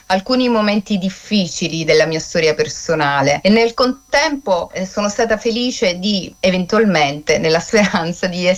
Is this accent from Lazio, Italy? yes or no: no; Catania, Sicily, Italy